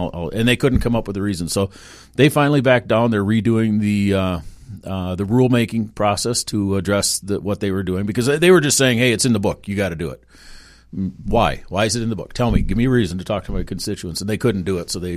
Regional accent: Randolph, Minnesota, United States; moved away as an adult; also born or lived in Atlanta / Virginia Beach; now in Bemidji area, Minnesota, United States; I'm originally from southern Minnesota, a little town called Randolph, down by Northfield. We were raised on a farm.

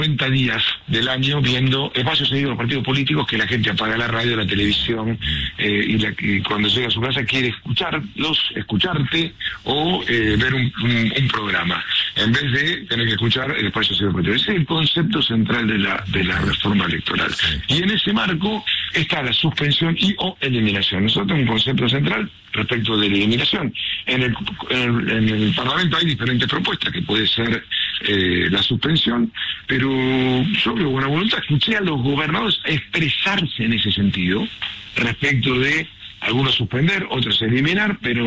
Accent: Argentina; este gigante que somos los argentinos en nuestro país

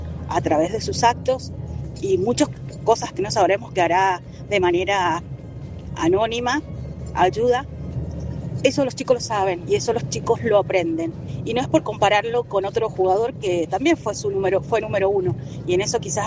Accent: Rivadavia, Mendoza, Argentina; Soy del Este, Rivadavia.

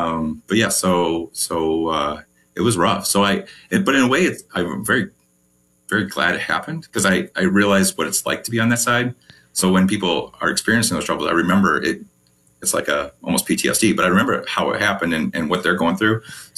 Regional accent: Sandwich, Illinois, United States; So I grew up in Sandwich, Illinois.

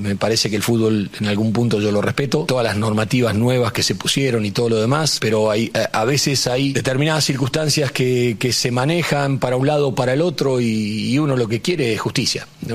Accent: Argentina; Los dije a los jugadores como argentino, le digo, miren, yo le voy a decir una cosa como argentino, no como técnico de la selección paraguaya.

